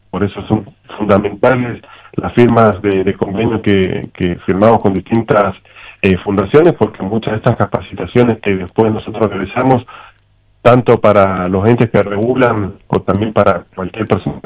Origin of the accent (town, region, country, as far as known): Santa Cruz, Argentina